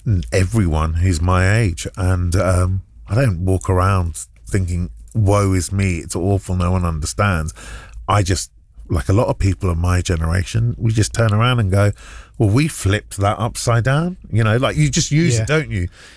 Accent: London, United Kingdom; born there; I'm working on BBC Radio London. I was born in Hammersmith. I'm not saying it was easy. It definitely wasn't easy in the 70s growing up in anywhere in this country.

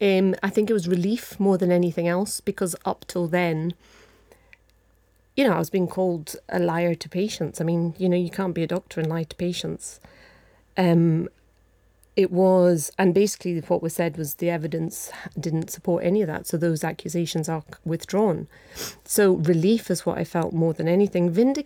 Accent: India; moved away; I was brought up in India.

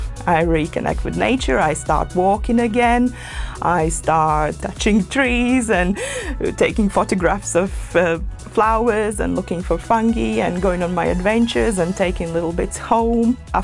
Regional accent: Latvia; English is a second language; So originally, I am from Latvia, and as Latvians, I think it's in our blood to the core.

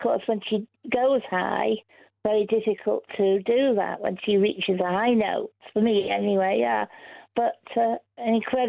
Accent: Northwich, North West England, United Kingdom; from Norwich in Cheshire, my hometown, to Birmingham, to the NEC, to watch

